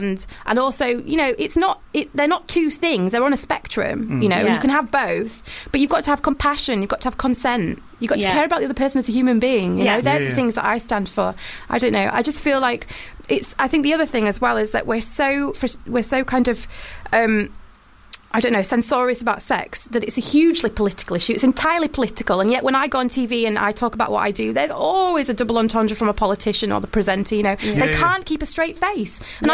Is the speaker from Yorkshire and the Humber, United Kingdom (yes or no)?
yes; Wakefield, Yorkshire and the Humber, United Kingdom; Yeah, I've always been gobby, and I'm from Yorkshire, for God's sake. So it's